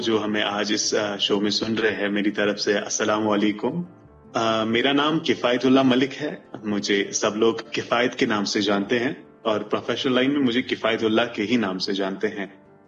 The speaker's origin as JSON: {"language": "Hindi", "town": "Bandipora", "region": "Jammu and Kashmir", "country": "India", "tie": "born or raised there", "said": "अपना जो टाउन था बांडीपोरा, वहां एक हायर सेकेंडरी थी और मुझे मौका मिला, मैं गांव से टाउन की तरफ आ गया।"}